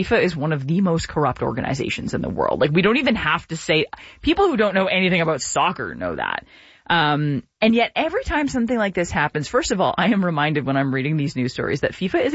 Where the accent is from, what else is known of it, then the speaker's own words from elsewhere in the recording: Canada; I say this as a Canadian